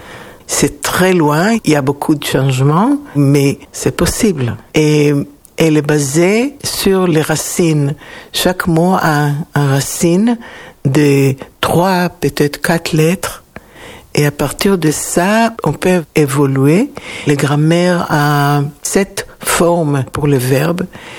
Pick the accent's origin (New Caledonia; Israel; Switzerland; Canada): Israel; accent: Hebrew-influenced; French is a second language; comme je parle, mon accent est influencé par l'hébreu.